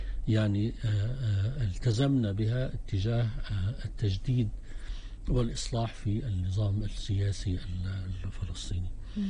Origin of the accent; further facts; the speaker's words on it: Palestine; إحنا كفلسطينيين